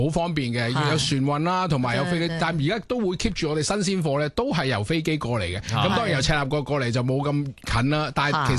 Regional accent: Thailand; 佢一嚟到嘅时候咧，其实我哋泰国人嚟到咧系好多嘢都唔识做啦

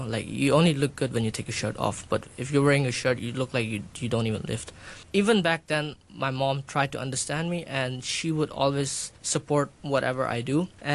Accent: Pakistan; moved away; I'm from Pakistan as well.

